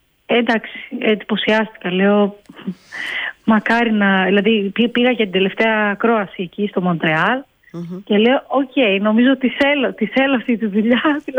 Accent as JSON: {"language": "Greek", "region": "Crete", "country": "Greece", "tie": "born or raised there", "moved": "as an adult", "said": "Εγώ όταν ξεκίνησα να δουλεύω με το Cirque du Soleil δεν το γνώριζα. Γιατί επειδή μεγάλωσα και στην Κρήτη δεν έτυχε να το δω κάπου."}